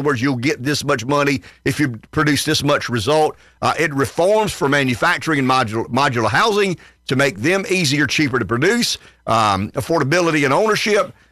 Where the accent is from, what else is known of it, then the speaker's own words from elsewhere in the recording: Pamplico, South Carolina, United States; I'm calling it the housing bill because I'm from Pamplico and that's how we roll.